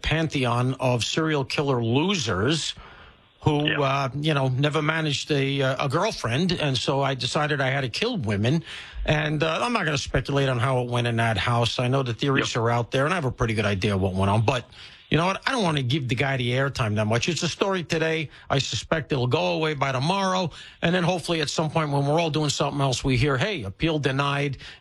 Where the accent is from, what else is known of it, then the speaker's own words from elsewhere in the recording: New York City, New York, United States; I was I was born in Flatbush, spent a lot of my childhood in Brooklyn